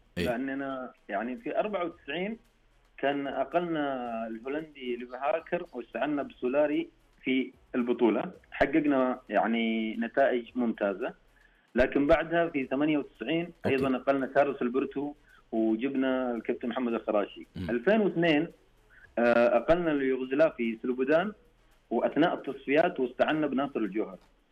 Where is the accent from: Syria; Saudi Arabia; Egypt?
Saudi Arabia; انا كسعودي